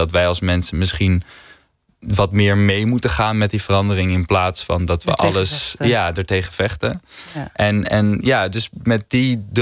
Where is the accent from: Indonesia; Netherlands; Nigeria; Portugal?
Netherlands; Friesland; moved away as an adult; now in Amsterdam, Netherlands; Ik kom zelf uit Friesland. Dus ik ben sowieso opgegroeid. Ik wou niet zeggen op water, maar wel rondom water.